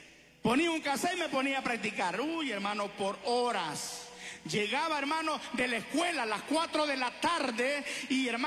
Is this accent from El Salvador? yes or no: yes; El Salvador; porque eso pasó allá en mi país, en El Salvador.